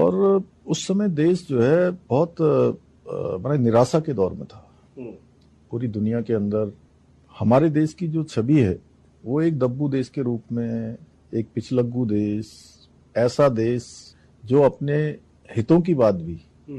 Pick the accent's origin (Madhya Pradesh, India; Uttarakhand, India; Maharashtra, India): Uttarakhand, India; मैं उत्तराखंड में पैदा हुआ हूँ, बड़ा हुआ हूँ